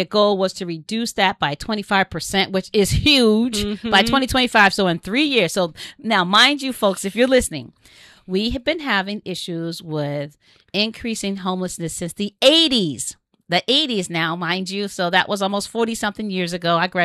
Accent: New Jersey, United States; I remember I grew up in New Jersey, and I remember the YMCA in Newark is where folks used to stay

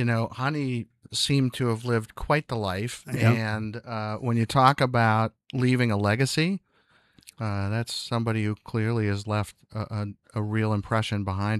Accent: Pennsylvania, United States; moved away; also born or lived in Suffern, New York; So that's where I was born. But I ended up really growing up outside Philadelphia.

